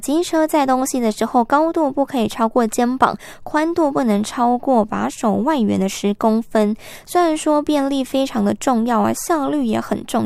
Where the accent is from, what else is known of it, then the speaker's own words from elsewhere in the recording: Taiwan; 其实呢，我们台湾人呢最不喜欢把时间浪费在排队还有奔波上面